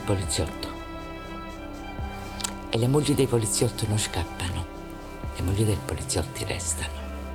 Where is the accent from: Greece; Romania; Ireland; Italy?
Italy; Naples, Campania; moved away; Io sono napoletana